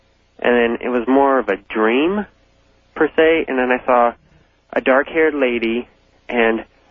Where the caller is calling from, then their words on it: Omaha, Nebraska, United States; I'm calling from Omaha, Nebraska.